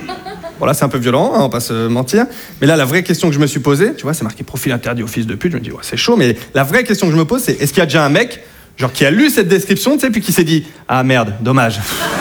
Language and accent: French; Hauts-de-France, France; Et ça m'a choqué parce que chez moi, en Picardie, voilà, entre voisins, franchement, il y a une bonne ambiance.